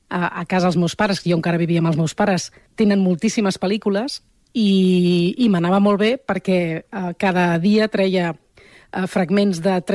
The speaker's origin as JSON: {"language": "Catalan", "town": "Barcelona", "region": "Catalonia", "country": "Spain", "said": "jo sóc de Barcelona"}